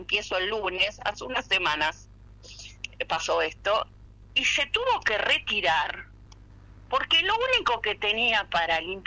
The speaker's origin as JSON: {"language": "Spanish", "country": "Argentina", "said": "en la Argentina venimos después de Uruguay"}